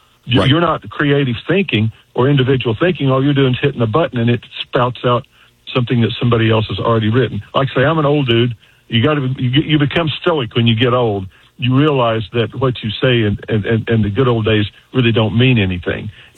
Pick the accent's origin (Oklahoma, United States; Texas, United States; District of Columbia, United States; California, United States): Oklahoma, United States; Bartlesville; now in Tulsa, United States; we've got the only skyscraper that Frank Lloyd Wright built right up here in Bartlesville, which is my hometown, best damn town in the country.